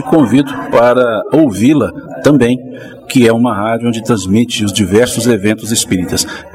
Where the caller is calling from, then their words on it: Patrocínio, Minas Gerais, Brazil; sou da cidade de Patrocínio